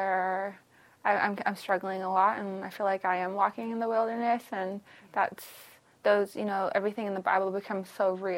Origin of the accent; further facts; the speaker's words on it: Vancouver, British Columbia, Canada; We're from Vancouver. We grew up here. Right along East Vancouver, like Commercial Drive and Pender and the native housing there.